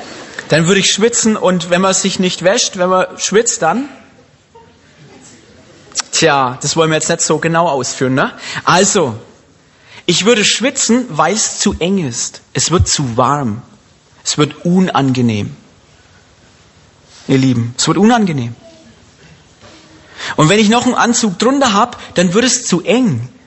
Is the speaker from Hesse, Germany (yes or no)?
no; Bavaria, Germany; Man merkt auch, man muss als Franke erstmal gern Klöße, ne?